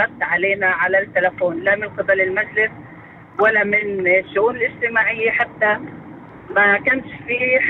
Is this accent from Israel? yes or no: yes; Kafr Kanna, Northern District, Israel; من مواليد كفر كنا.